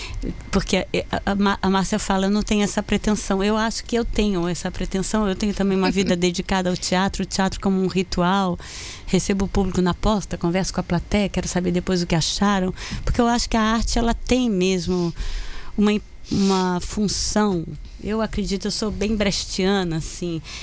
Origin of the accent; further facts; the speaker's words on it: Rio de Janeiro, Brazil; no Rio de Janeiro especialmente, né, eu também sou carioca